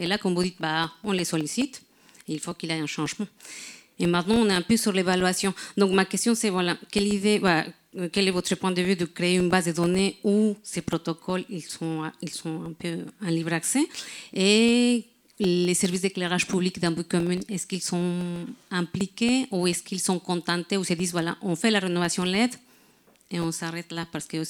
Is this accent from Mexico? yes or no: yes; Mexico; French is a second language; now in Brest, France; moi, je suis mexicaine, mais j'habite à Brest.